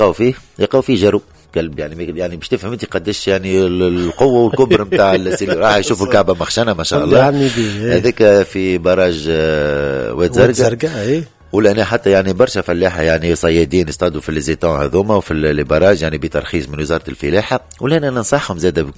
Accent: Tunisia; ولهنا موجود عندنا في تونس.

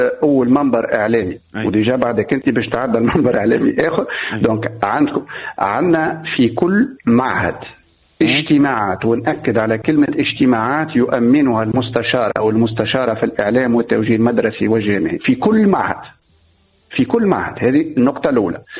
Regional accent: Tunisia; وانا من تونس الكبرى

